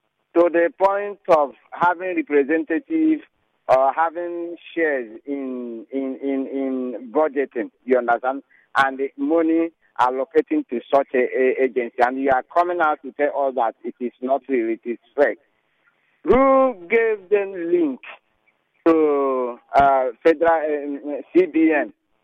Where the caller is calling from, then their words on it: Oyibo, Nigeria; I'm calling from Oyibo.